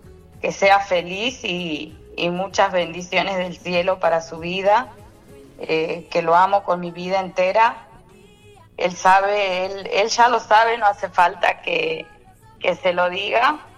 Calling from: Buenos Aires, Argentina; Estoy trabajando acá en Buenos Aires.

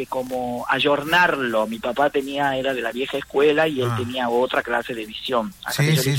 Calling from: Hipólito Yrigoyen, Salta, Argentina; yo soy de Hipólito Yrigoyen.

